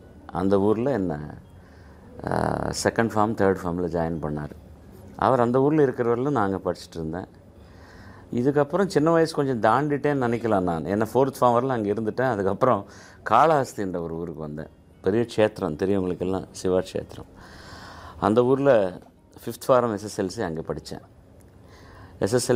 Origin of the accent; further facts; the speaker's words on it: Nellore, Andhra Pradesh, India; moved away; நான் அங்கே பிறந்ததுக்கப்புறம் அந்த ஊருக்கு வந்து, என் சின்ன வயசெல்லாம் நெல்லூரில் வளர்ந்த மாதிரி சொல்லிக்கலாம்